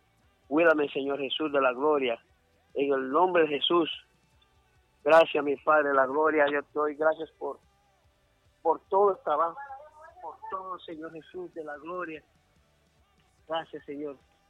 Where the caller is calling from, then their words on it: Villanueva, Cortés, Honduras; De Villanueva, hermano Chuy. Soy de Villanueva.